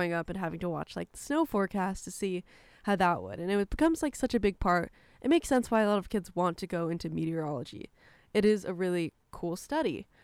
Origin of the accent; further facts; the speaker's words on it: Colorado, United States; moved away; I'm from Colorado.